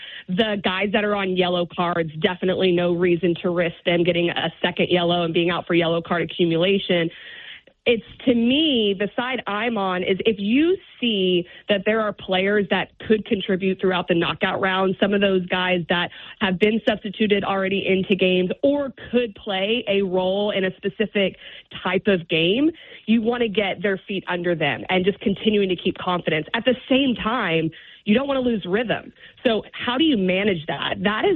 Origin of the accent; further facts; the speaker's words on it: Arlington, Texas, United States; I'm from Arlington, Texas, so I love that.